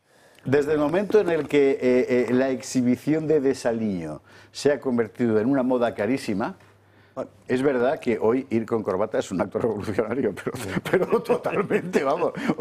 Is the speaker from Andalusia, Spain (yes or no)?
no; Valencian Community, Spain; Soy valenciano.